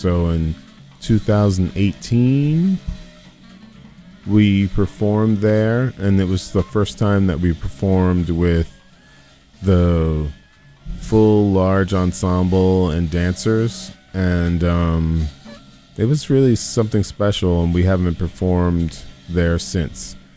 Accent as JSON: {"language": "English", "country": "United States", "tie": "born or raised there", "said": "growing up in the United States"}